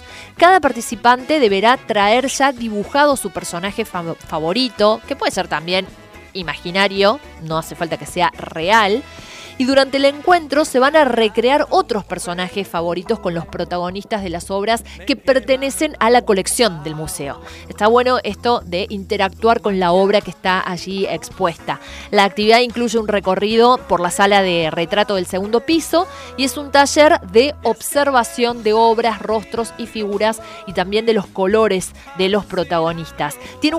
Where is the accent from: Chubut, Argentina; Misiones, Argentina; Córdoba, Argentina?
Córdoba, Argentina